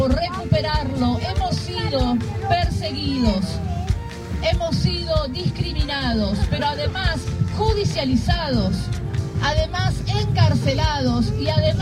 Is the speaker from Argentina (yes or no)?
yes; Argentina; como mapuches, como argentinos.